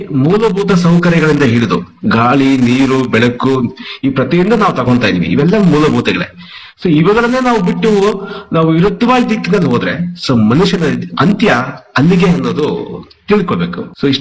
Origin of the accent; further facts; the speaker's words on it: Kolar, Karnataka, India; ನಾನು ಮೂಲತಃ ಕೋಲಾರ.